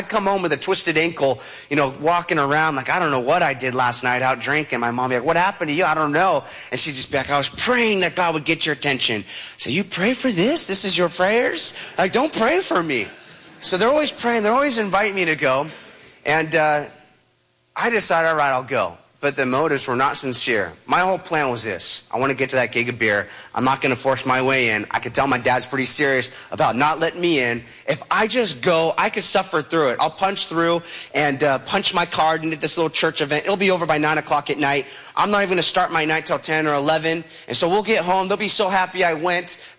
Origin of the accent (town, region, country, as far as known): Huntington, California, United States; born or raised there